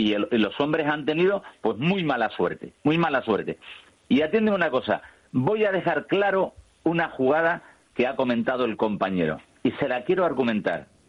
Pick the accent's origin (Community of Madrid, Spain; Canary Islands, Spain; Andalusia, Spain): Canary Islands, Spain; Hay plazas, que yo soy canario y me voy a echar piedras sobre mi primo tejado